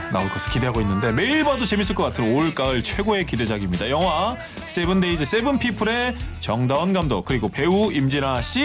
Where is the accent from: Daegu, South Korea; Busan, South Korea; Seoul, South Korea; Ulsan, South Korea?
Ulsan, South Korea; 저도 이제 울산이고